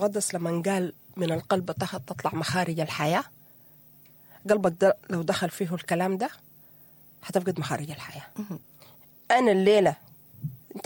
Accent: Sudan; ونحن شعب سوداني شغالين بعواطفنا، عاطفنا دي مفتوحة.

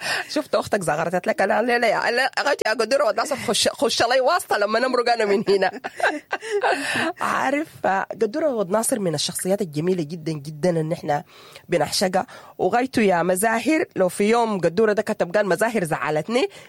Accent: Sudan; واقعنا نحن كسودانيين

